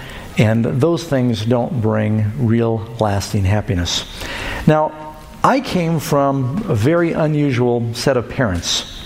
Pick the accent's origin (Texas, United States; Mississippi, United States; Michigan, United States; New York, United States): New York, United States; New York City; also born or lived in Southern California; Now, I grew up mostly in New York City. I'm born in Southern California. Mom moved to New York City after she divorced Dad.